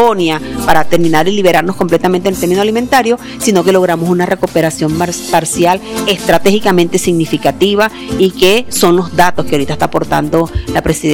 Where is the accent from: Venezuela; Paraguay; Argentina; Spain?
Venezuela